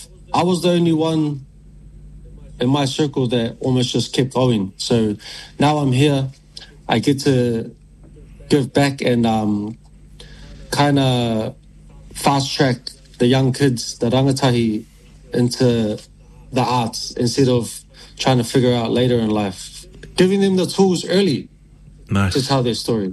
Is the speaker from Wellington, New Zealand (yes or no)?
no; Grey Lynn, Auckland, New Zealand; born and raised in Grey Lynn. In my Nuean household, with my nana, my pop, my uncle, my other uncle, my mom, my dad, my cousin, my other cousin, the dog